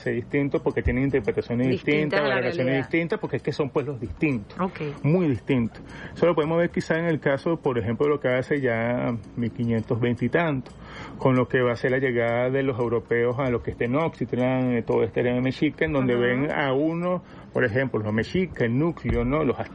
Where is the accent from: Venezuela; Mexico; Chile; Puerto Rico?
Venezuela; es un componente principal de lo que somos como venezolanos, de las identidades de lo que somos como venezolanos